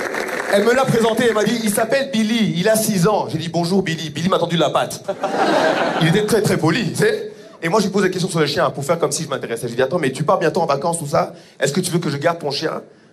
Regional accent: Rwanda; Je suis rwandais.

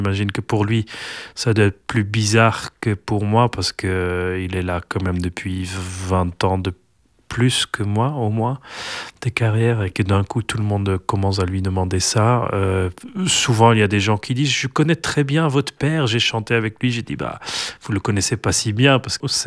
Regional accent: Leuven, Flanders, Belgium; moved away as an adult; also born or lived in Brussels / Paris region; now in between Leuven and Tienen, Belgium; Donc moi, je suis né à Louvain. J'ai grandi à Kesselos, qui est une commune de Louvain. Parfois, je l'ai dit en rigolant, je suis fils des gens, des immigrés, parce qu'ils venaient de la région d'Anvers.

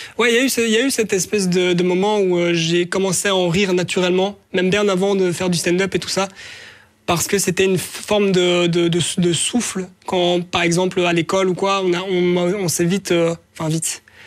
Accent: Ixelles, Brussels, Belgium; born there; je suis né à XL il y a 32 ans maintenant

